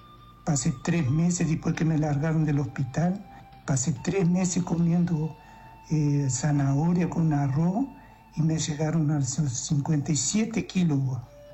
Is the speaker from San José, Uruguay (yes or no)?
no; Tacuarembó, Uruguay; Sí, señor. Soy de aquí de Tacuarembó.